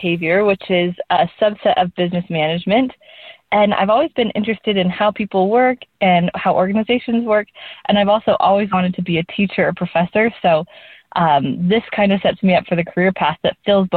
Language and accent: English; Salt Lake City, Utah, United States; from Salt Lake City, Utah